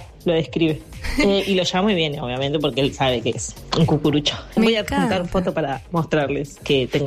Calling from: Monte Grande, Buenos Aires Province, Argentina; soy de Montegrande.

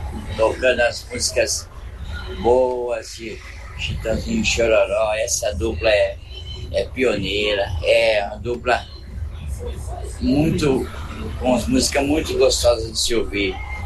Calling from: Baixada Santista, São Paulo, Brazil; caminhoneiros da estrada. Somos da Baixada Santista.

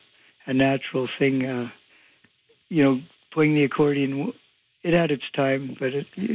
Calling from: Winnipeg, Manitoba, Canada; I'm from Winnipeg."

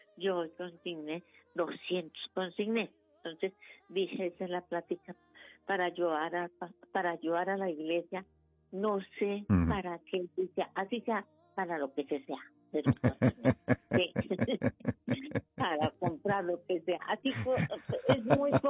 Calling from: Bogotá, Colombia; Aquí en Bogotá.

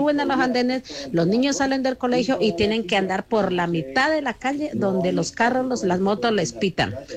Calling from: Popayán, Cauca, Colombia

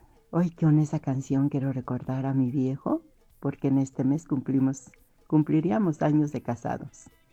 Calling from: Ocotlán, Mexico; de Ocotlán.

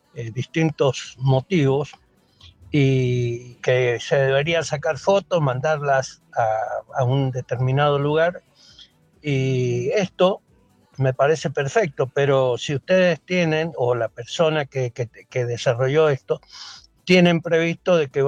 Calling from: Guaymallén, Mendoza, Argentina; vivo en Guaymallén.

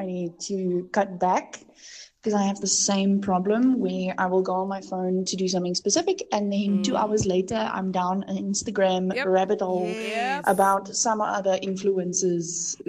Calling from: Bloemfontein, Free State, South Africa; I'm from Bloemfontein.

